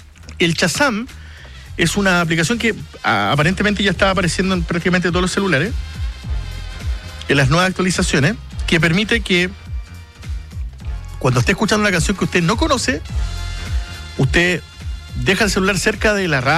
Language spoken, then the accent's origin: Spanish; Chile; porque yo soy chileno y porque no me gusta la música en inglés.